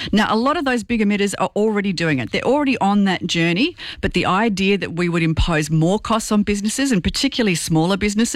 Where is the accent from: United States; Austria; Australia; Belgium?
Australia; Victoria; I'm from Victoria, where, you know, our prosperity.